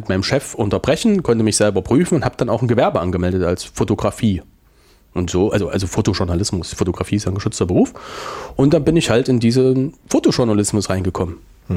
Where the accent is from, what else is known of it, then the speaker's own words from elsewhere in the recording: Weimar, Thuringia, Germany; Ich bin gebürtiger Weimarer